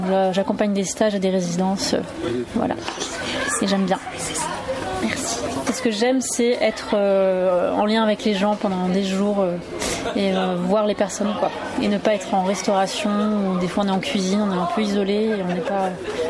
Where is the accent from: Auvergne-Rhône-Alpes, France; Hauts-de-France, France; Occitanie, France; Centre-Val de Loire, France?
Auvergne-Rhône-Alpes, France; Lamastre; Non, je suis de la Mastre, enfin, à côté de la Mastre.